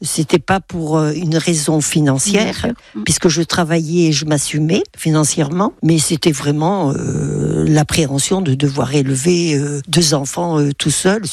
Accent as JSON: {"language": "French", "region": "Massif Central", "country": "France", "tie": "born or raised there", "moved": "yes", "lives_now": "Cambo-les-Bains, France", "said": "j'ai 79 ans, je suis originaire du Massif Central."}